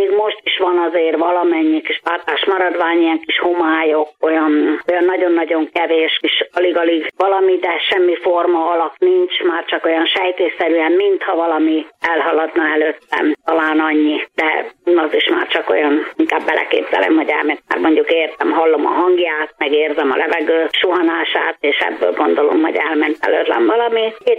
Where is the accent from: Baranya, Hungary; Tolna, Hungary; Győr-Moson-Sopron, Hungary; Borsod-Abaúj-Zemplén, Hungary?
Győr-Moson-Sopron, Hungary; Győr; also born or lived in Debrecen; hazaköltöztünk ismét Győrbe